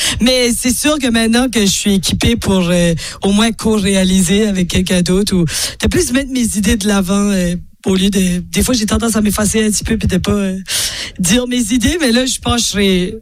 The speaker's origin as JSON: {"language": "French", "region": "New Brunswick", "country": "Canada", "tie": "born or raised there", "moved": "as an adult", "lives_now": "Montreal, Canada", "said": "Tu sais, c'était une petite banlieue francophone où j'ai grandi. Mais moi, mon Acadie... J'étais super choyée parce que là où est-ce que j'habitais, en fait, j'étais à 20 minutes de tout. T'sais, on est à 20 minutes de la forêt, 20 minutes de la plage."}